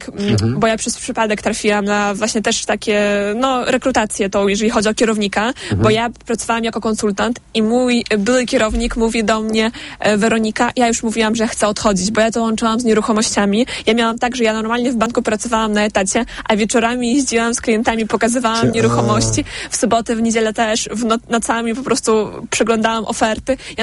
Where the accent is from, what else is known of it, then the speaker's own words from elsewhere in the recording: Belarus; nawet jakby opuszczając to, że byłam to i jestem z narodowości Białorusinką